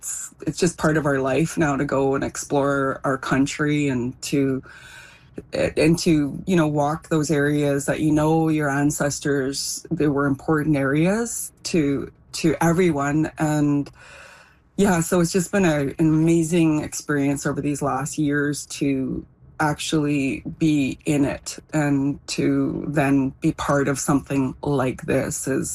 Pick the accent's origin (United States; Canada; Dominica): Canada; Whitehorse, Yukon; I grew up in Whitehorse.